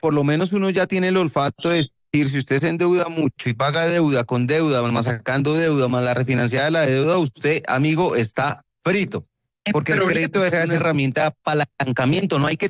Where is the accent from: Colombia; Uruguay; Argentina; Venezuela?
Colombia; la cultura de nosotros como colombianos